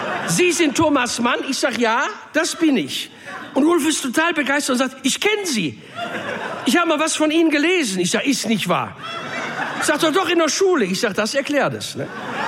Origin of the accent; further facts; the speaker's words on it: North Rhine-Westphalia, Germany; Bei uns im Pott sagst du Hi-O-Pi zu sowas.